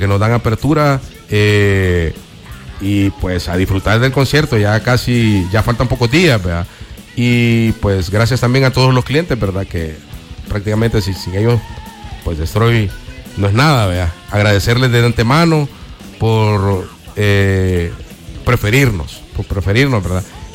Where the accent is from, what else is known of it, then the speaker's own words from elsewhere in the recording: El Salvador; como somos los salvadoreños